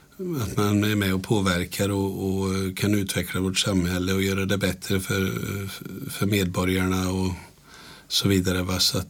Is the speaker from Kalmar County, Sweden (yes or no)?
yes; Vimmerby, Kalmar County, Sweden; jag kommer ju ursprungligen ifrån Vimmerby, så jag är ju smålänning.